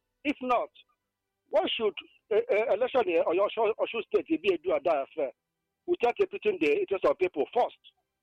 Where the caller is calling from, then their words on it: Anambra, Nigeria; I come from Abuja in Anambra State.